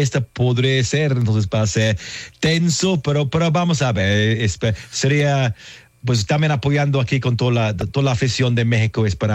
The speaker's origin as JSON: {"language": "Spanish", "region": "England", "country": "United Kingdom", "said": "Yo, como soy de Inglaterra"}